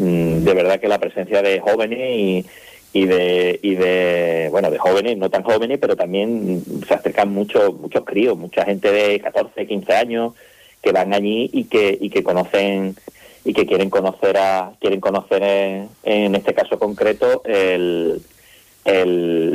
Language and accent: Spanish; Cádiz, Andalusia, Spain; que es una maldición que tenemos los de Cádiz